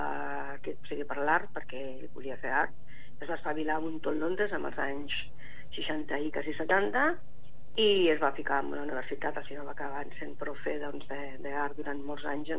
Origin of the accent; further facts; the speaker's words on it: Sabadell, Catalonia, Spain; now in Castellar del Vallès, Spain; No, jo soc de Sabadell, però els dos vivim a Castellà